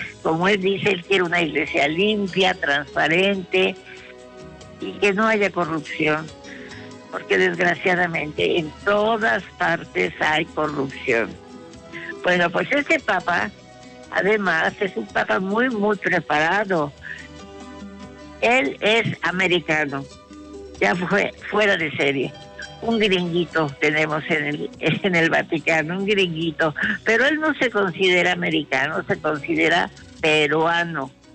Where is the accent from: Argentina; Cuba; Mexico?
Mexico; nosotros, los mexicanos, que decimos barbaridades de repente.